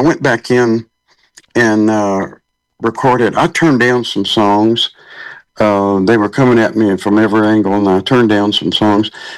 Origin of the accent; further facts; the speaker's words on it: Texas, United States; But I was from Texas, of course, lived in Texas.